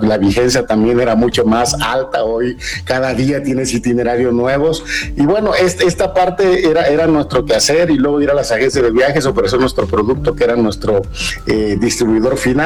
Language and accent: Spanish; Mexico; porque somos los mexicanos, la verdad, un pueblo hospitalario y extraordinario por naturaleza.